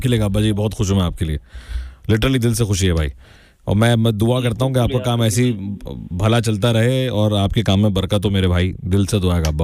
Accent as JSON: {"language": "Hindi", "country": "United Kingdom", "said": "यहाँ तो ऐसा कुछ मेजरली कुछ हुआ नहीं होगा मैं ब्रिटिश हूँ, लेकिन इंडिया में जरूर हुआ होगा।"}